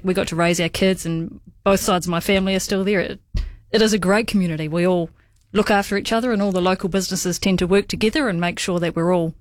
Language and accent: English; Paraparaumu, Wellington, New Zealand; I was born and raised in Paparam, so I'm a big advocate for it.